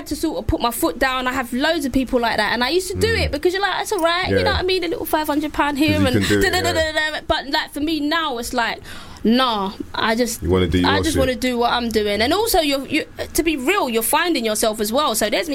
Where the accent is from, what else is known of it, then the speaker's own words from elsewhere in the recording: London, United Kingdom; I grew up in Stepney